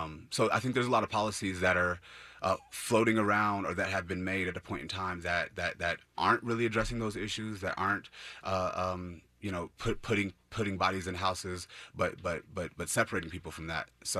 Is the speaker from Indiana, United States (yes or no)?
yes; Indianapolis, Indiana, United States; I grew up in Indianapolis